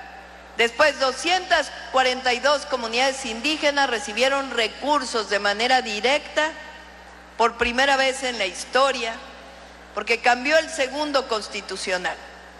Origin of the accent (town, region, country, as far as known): Mexico